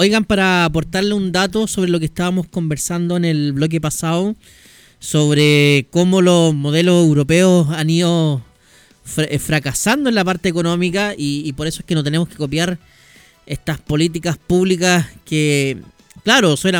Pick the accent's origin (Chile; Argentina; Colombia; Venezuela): Chile